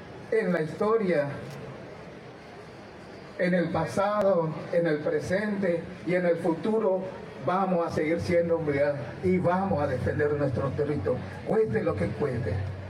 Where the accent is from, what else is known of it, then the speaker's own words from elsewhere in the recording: Misiones, Argentina; queremos el respeto como pueblo, no solamente como pueblo originario, sino como pueblo misionero, como pueblo de hermanos.